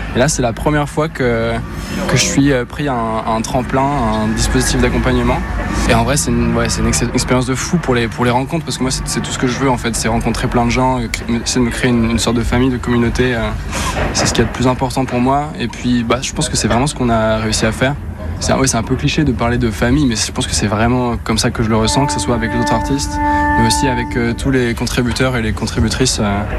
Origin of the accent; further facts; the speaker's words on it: Caen, Normandy, France; parce que moi je viens de Caen du coup. Et quand on grandit à Caen